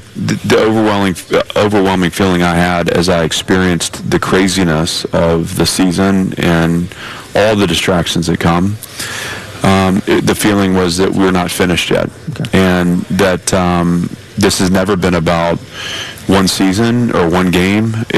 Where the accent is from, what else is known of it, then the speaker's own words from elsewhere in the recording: Nashville, Tennessee, United States; Nashville's my hometown.